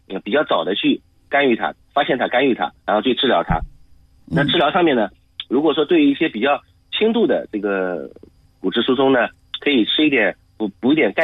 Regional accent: China

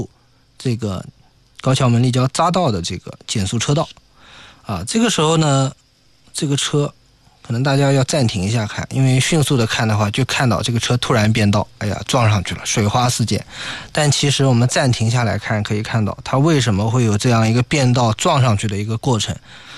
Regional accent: Nanjing, Jiangsu, China; 咱们南京人比较实在啊

